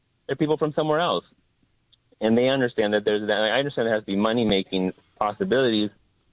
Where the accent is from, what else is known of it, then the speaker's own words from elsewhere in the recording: California, United States; Because I'm from California, which is understandable.